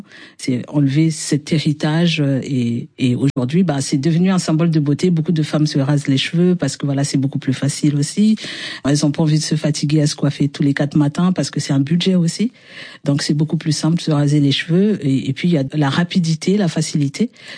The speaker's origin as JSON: {"language": "French", "region": "Brazzaville", "country": "Republic of the Congo", "tie": "born or raised there", "said": "moi, j'ai grandi à Mongali, précisément à Brazzaville."}